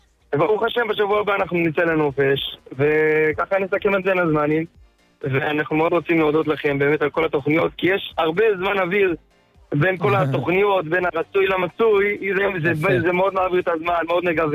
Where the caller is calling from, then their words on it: Ashdod, Southern District, Israel; אני בארץ מאשדוד